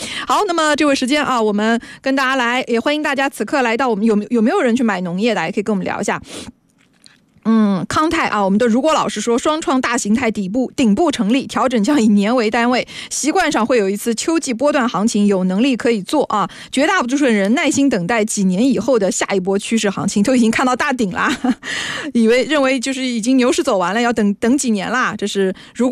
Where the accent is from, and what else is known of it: China